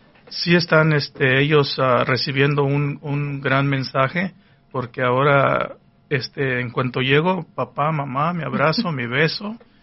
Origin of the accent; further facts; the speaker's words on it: Mexico; moved away; Pues yo, como te comenté antes, desde que me vine de México, pues yo llegué sin familia aquí.